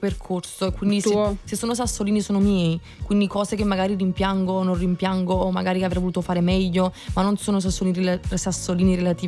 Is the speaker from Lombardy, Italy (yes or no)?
no; Paestum, Campania, Italy; also born or lived in Naples; avendo vissuto tutta la mia infanzia a Pestum